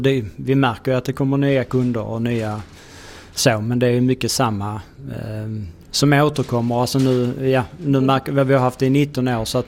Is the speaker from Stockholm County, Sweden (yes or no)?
no; Skurup, Skåne, Sweden; moved away as an adult; now in Kävlinge, Sweden; jag är uppväxt i Skurup och har jobbat sen jag slutade nian.